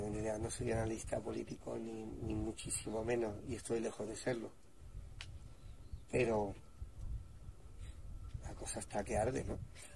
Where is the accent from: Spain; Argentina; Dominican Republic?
Spain; si facha es sentirme orgulloso de ser español, entonces soy facha